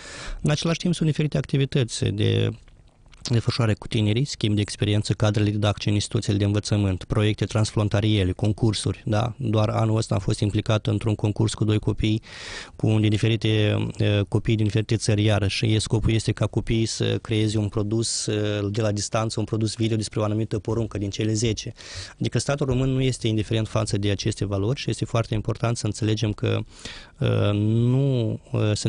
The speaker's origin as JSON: {"language": "Romanian", "country": "Moldova"}